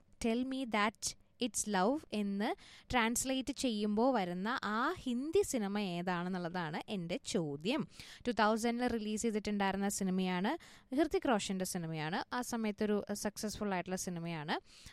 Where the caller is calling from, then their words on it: Kundara, Kerala, India; കുണ്ടറയിന്നാണ് വിളിക്കുന്നത്.